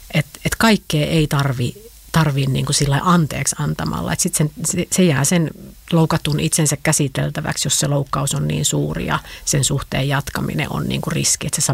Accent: Varkaus, North Savo, Finland; olen itse Savosta kotoisin. Eli olen Varkaudesta kotoisin.

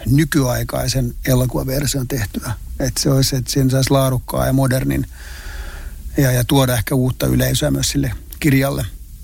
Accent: Nurmijärvi, Uusimaa, Finland; No mä oon Nurmijärveltä, niin mua on nyt kiinnostettu Aleksis Kiven Seitsemän veljestä

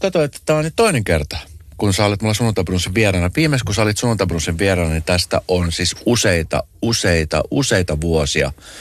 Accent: Espoo, Uusimaa, Finland; mäkin olen Espoosta

